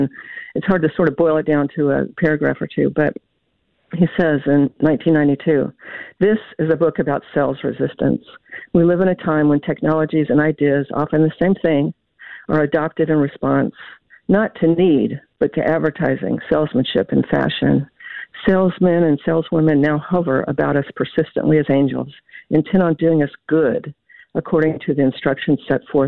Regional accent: Kentucky, United States; also born or lived in Appalachia; now in Louisville, United States; I'm from Kentucky. I have those roots, rural roots, but I've lived in the city for, you know, the last three decades.

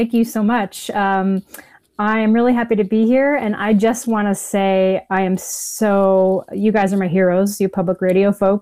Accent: Utah, United States; moved away as an adult; also born or lived in Idaho / New York City; I couldn't afford life in New York City anymore. Moved back to my home state of Utah

